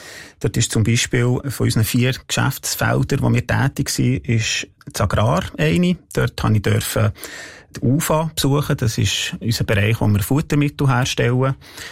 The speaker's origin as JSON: {"language": "German", "region": "Ticino", "country": "Switzerland", "tie": "born or raised there", "said": "Ich bin im Tessin auf einem Landwirtschaftsbetrieb aufgewachsen."}